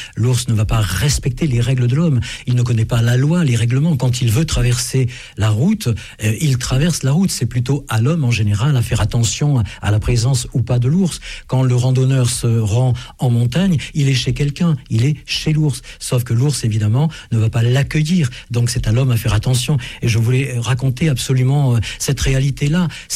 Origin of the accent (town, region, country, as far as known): Auvergne-Rhône-Alpes, France